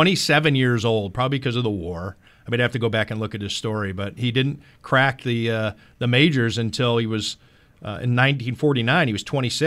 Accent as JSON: {"language": "English", "town": "Cleveland", "region": "Ohio", "country": "United States", "tie": "born or raised there", "said": "when we grew up growing up in Cleveland"}